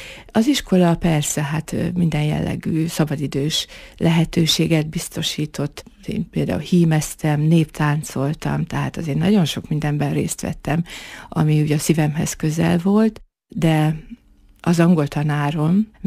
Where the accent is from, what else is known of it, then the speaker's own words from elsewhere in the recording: Tiszapalkonya, Borsod-Abaúj-Zemplén, Hungary; Tiszapalkonyán születtem